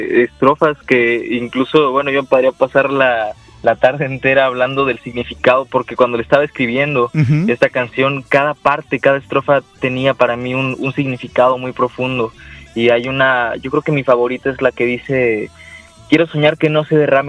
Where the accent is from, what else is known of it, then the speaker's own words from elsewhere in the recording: Mexico; volver a nuestras raíces como mexicanos, como nación